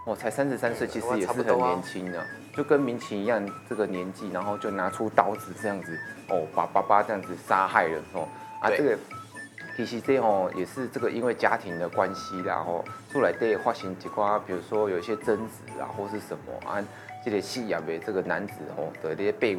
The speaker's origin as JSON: {"language": "Chinese", "country": "Taiwan", "said": "我们这个身为台湾人代表，"}